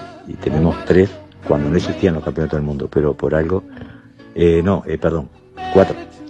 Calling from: Uruguay; yo lo amo porque soy uruguayo.

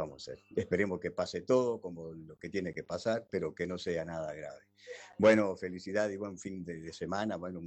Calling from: Fray Marcos, Florida, Uruguay; de Fray Marcos, aquí sentado al lado de la estufa tomándose unos amargos.

